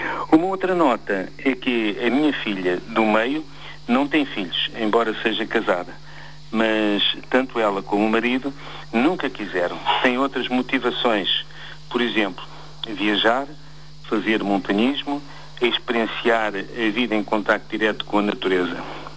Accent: Porto, Portugal; born there; also born or lived in Lisbon / Penafiel / Caminha; A minha irmã mais velha e eu nascemos no Porto. Apesar de ter vindo para Lisboa e depois para o Conselho de Louros com 5 anos e meio, eu recordo-me bem do tempo em que vivia em Penafiel e também em Caminha.

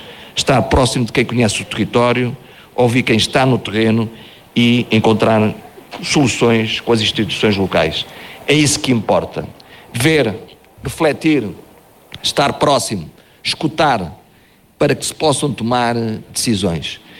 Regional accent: Oleiros, Centro, Portugal; born there; moved away; also born or lived in Africa; está aqui o Presidente da Câmara onde eu nasci há 60 anos

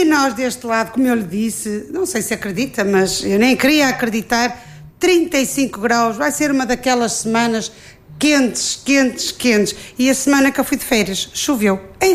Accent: Vila Nova de Gaia, Norte, Portugal; logo na minha terra.

